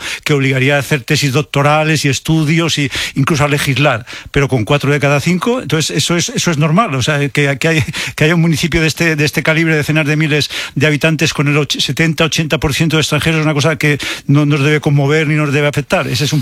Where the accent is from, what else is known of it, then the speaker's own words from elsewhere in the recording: Andratx, Balearic Islands, Spain; procuraba vivir como extranjero en mi tierra, hemos pasado a xenófobos y simplemente es una cuestión de cantidad? Voy a dar ejemplo de mi geografía próxima, en Andratx